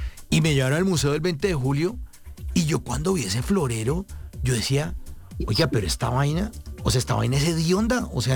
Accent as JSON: {"language": "Spanish", "country": "Colombia", "said": "Aquí decimos en Colombia, esto sí fue el florero de Llorente."}